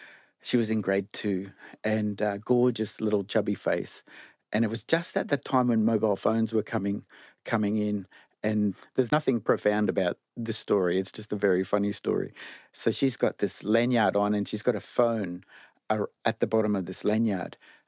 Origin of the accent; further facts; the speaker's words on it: Bundaberg, Queensland, Australia; I'm from Bundaberg, I was working in Cherbourg, and as a black fella